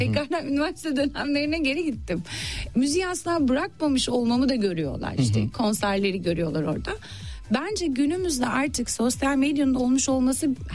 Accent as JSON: {"language": "Turkish", "region": "London", "country": "United Kingdom", "tie": "born or raised there", "said": "Halk evlerinde büyüdüm Londra'da."}